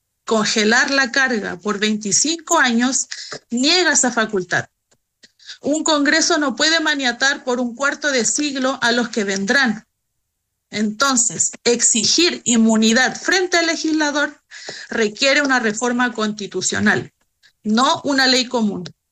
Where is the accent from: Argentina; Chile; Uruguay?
Chile; now in Alto Hospicio, Chile; pero somos chilenos.